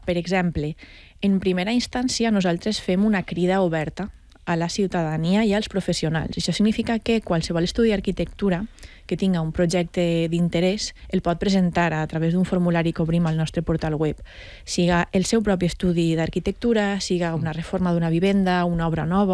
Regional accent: Cocentaina, Valencian Community, Spain; jo soc de Cocentaina

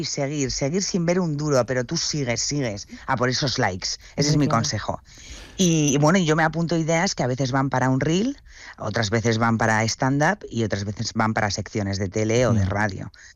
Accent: Getxo, Basque Country, Spain; Yo soy de Bilbao de Getxo y ahí es un pueblo y es verdad que también te coge más joven.

